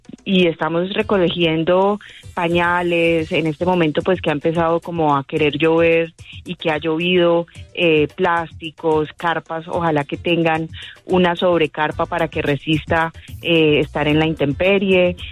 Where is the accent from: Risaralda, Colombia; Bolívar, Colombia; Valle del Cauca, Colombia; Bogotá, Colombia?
Valle del Cauca, Colombia; Cali; tenemos que seguirnos moviendo como caleños, como vallecaucanos y como colombianos